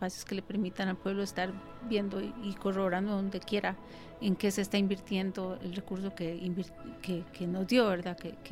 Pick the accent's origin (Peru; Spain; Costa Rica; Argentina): Costa Rica; En mi país, que es Costa Rica, que somos hermanos